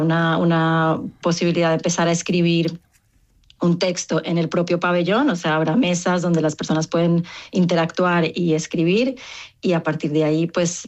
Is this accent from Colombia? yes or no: yes; Colombia; yo soy colombiana, así que conozco a … desde sus principios, cuando sacó sus primeros discos.